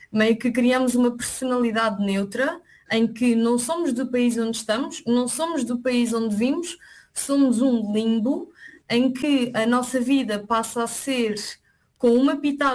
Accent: Portugal; now in Cologne, Germany; no meu caso, sendo portuguesa, vindo para a Colónia

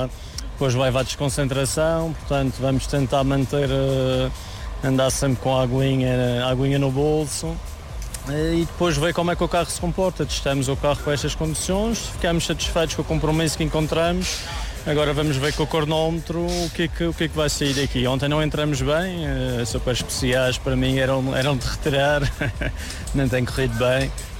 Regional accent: Portugal; Somos portugueses

